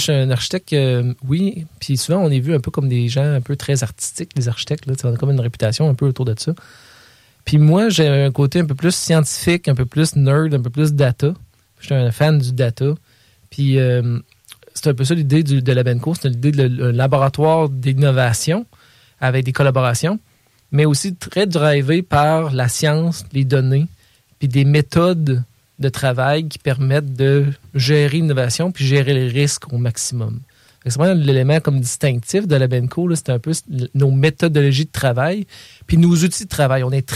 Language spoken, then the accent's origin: French; Frampton, Quebec, Canada; moved away; also born or lived in Montreal; fait, je suis architecte, je viens de la Beauce. C'est pas très loin.